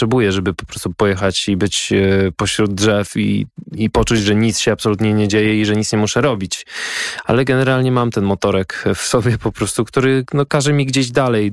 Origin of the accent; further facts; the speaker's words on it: Ostróda, Warmian-Masurian Voivodeship, Poland; now in Warsaw, Poland; pochodzę z miasta, w którym nie ma tradycji za bardzo muzycznych, bo ja pochodzę z Ostródy.